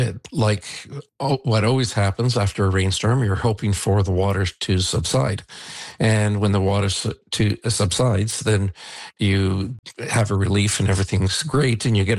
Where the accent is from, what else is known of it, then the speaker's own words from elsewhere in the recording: Niagara-on-the-Lake, Ontario, Canada; I've been lived on this road for 41 years, and I grew up in Niagara on the Lake for 69 years. So it's, my entire life.